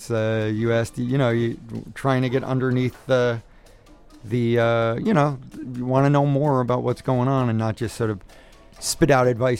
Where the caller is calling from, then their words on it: Newark, New Jersey, United States; Yeah, I'm calling from Green Street in Newark.